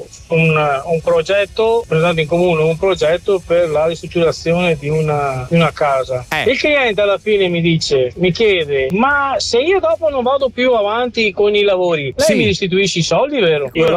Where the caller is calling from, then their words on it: Rovigo, Veneto, Italy; da Rovigo